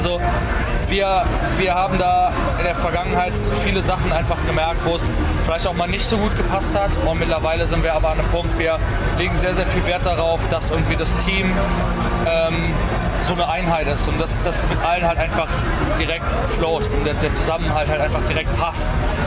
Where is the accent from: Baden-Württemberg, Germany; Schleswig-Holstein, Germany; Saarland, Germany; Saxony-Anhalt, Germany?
Saarland, Germany; Also wir sind ja aus dem Saarland